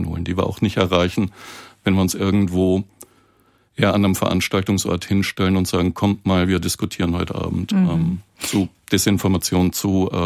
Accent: Southern Germany, Germany

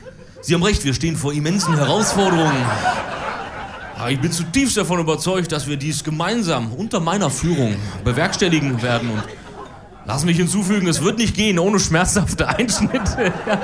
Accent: Cologne, North Rhine-Westphalia, Germany; ich als Kölner zwar irgendwann in Köln leben werde

